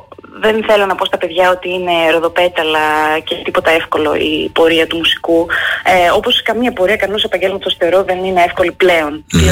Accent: Heraklion, Crete, Greece; moved away as an adult; now in London, United Kingdom; εγώ μεγάλωσα στο Ηράκλειο και έφυγα στις 18 μου από εδώ.

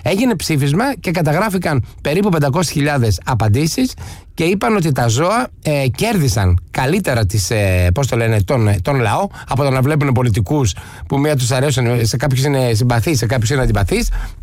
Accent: Greece

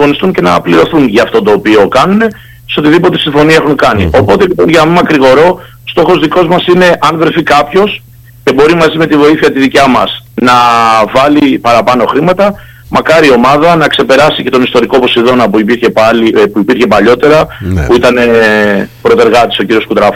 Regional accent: Kalamata, Peloponnese, Greece; born there; Και εγώ όταν ήμουν μικρός πιτσιρικάς αθλητής στην Καλαμάτα 80 ήμουνα.

